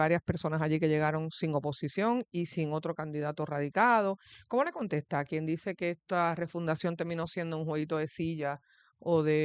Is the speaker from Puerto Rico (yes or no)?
yes; Puerto Rico